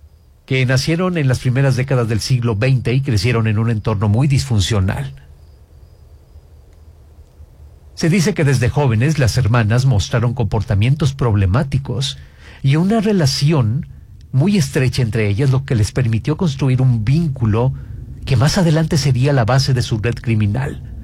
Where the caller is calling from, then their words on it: San Francisco del Rincón, Guanajuato, Mexico; soy de San Francisco del Rincón. Cuando era niño, mi mamá nos llevó a vivir al municipio de San Francisco, ya que nosotros éramos de una comunidad de ahí mismo.